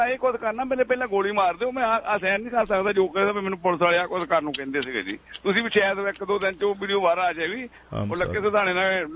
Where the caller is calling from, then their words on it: Montreal, Quebec, Canada; ਮੈਂ ਆਪਣੇ ਮੋਂਟਰੀਅਲ ਤੋਂ ਆਇਆ ਜੀ, ਟਰੱਕ ਦੇ ਫੋਨ ਤੇ ਸੁਣ ਰਿਹਾ ਜੀ।